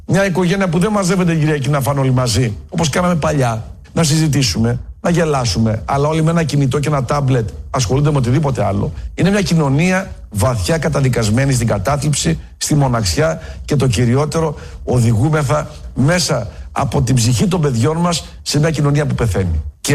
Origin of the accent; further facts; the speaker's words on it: Greece; Δεν είναι ένα φαινόμενο βέβαια ελληνικό, αλλά εμένα με ενδιαφέρει η πατρίδα μου.